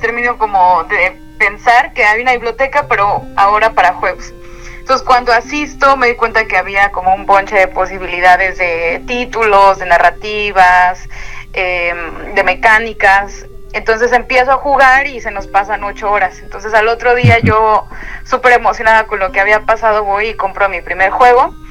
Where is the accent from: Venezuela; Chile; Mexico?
Mexico; Veracruz; also born or lived in Puebla; now in Mérida, Mexico; yo estoy en Mérida, soy okay. de Veracruz, pero vivo en Mérida.